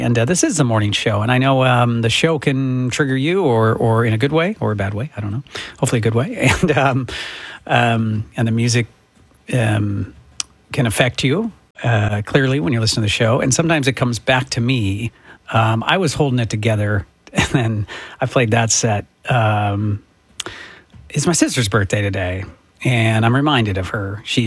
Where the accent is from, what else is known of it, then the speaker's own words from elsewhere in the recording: Sioux City, Iowa, United States; I remember driving when I was a kid from Sioux City. We would drive up to Spokane and we'd drive through Nebraska and drive through Missouri.